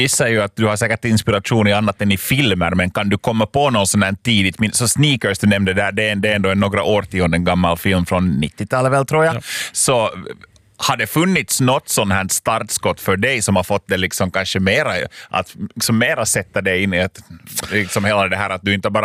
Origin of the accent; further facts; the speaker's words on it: Finland; jag säger hackar med hårt K som en riktig finne. Men sen igen så är jag ju finsk medborgare, så makes sense, eller hur? Jag är inte från Sverige